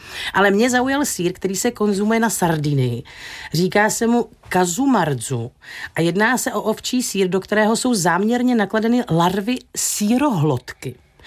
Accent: Moravia, Czechia; Protože nevím, jak u vás v Praze nebo tady v Čechách, ale u nás na Moravě v podstatě oslava znamená zabití jídlem.

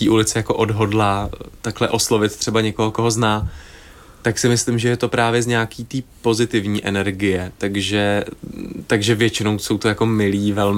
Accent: Havlíčkův Brod, Vysočina Region, Czechia; born or raised there

